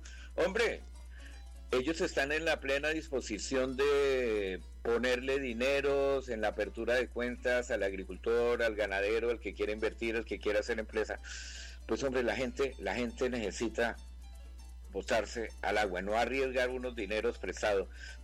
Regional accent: Une, Cundinamarca, Colombia; Entonces, quiero mucho esta región porque soy de allá, de Une, porque mi padre era de allá. Y somos sanmartineros

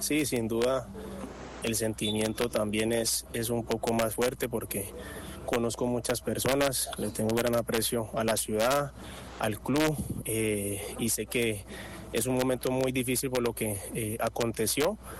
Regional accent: Colombia; lo que somos como colombianos.

